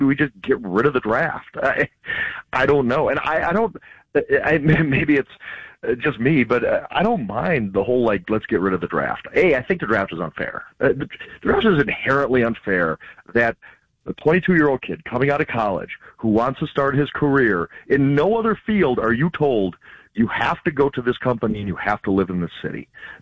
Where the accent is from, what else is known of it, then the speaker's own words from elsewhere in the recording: Wisconsin, United States; I grew up in a newspaper business, and I grew up in Wisconsin